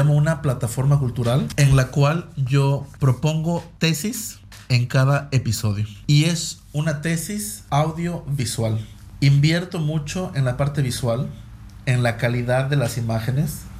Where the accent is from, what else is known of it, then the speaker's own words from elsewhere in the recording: Mexico; now in Prague, Czech Republic; Es un podcast mestizo, mexicano checo, porque yo soy mexicano, pero toda la infraestructura, invitados y donde lo produzco, pues es en Praga, ¿no?